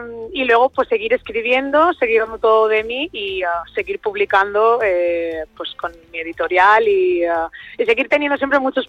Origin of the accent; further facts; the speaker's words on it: Valencia, Valencian Community, Spain; porque yo soy de Valencia y bueno, yo soy muy de mi tierra.